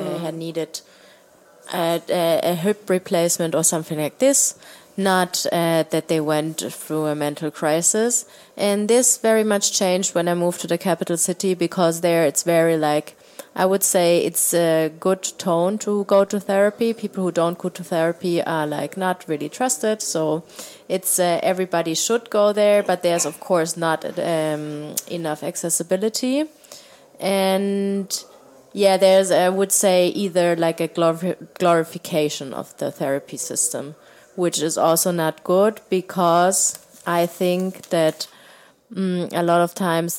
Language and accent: English; southern Germany, Germany; born or raised there; moved away; also born or lived in Berlin